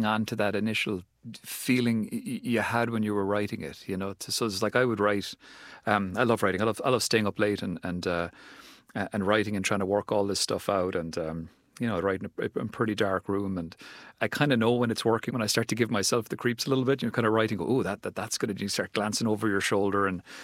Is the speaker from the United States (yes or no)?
no; Cork, Munster, Ireland; We even shot it where I grew up. So I'm from Cork, which is